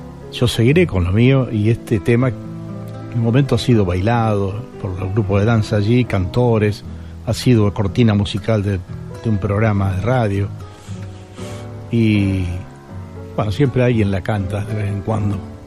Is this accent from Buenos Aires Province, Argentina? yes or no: yes; Tres Arroyos, Buenos Aires Province, Argentina; moved away as an adult; now in Buenos Aires, Argentina; 50 años en Buenos Aires, todos los que están en el folclore, en el ambiente, saben que soy de Tres Arroyos